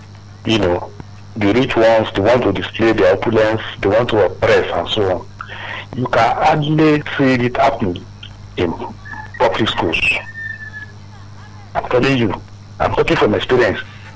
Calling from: Akute, Ogun, Nigeria; I'm calling from Akute.

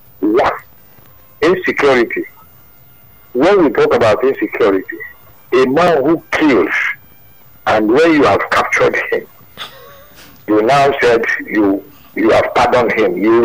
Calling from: Nigeria; I'm calling from Igambo.

